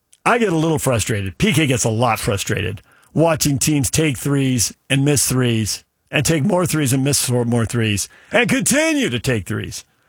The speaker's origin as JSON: {"language": "English", "town": "San Diego", "region": "California", "country": "United States", "tie": "born or raised there", "said": "I grew up in San Diego."}